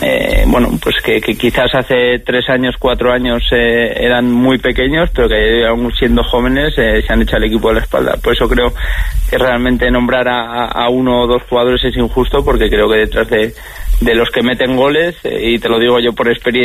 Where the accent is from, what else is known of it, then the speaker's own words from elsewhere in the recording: Aragon, Spain; moved away; Huesca o Zaragoza, que son los de mi tierra y donde trabaja mi hermano.